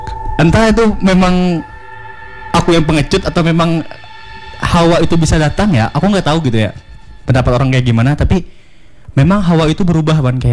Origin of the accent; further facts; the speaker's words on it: Banjar, South Kalimantan, Indonesia; Dan kebetulan kan aku orang Banjar ya